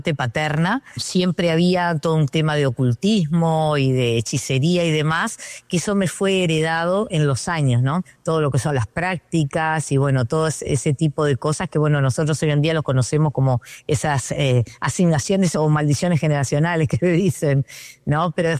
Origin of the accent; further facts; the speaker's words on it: Montevideo, Uruguay; bueno, soy de Montevideo, Uruguay, o sea que bien, bien por acá, por el sur.